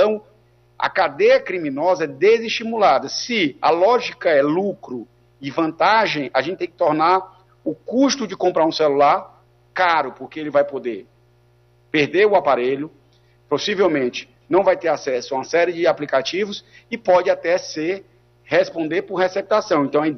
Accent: Piauí, Brazil; no estado de onde vim, no Piauí

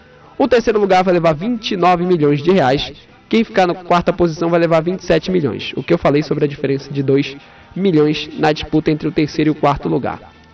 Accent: Brazil; Como a gente é brasileiro

